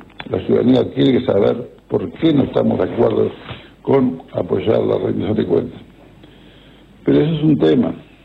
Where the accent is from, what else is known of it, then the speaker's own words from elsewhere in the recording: Uruguay; son gente que, como nosotros, somos uruguayos.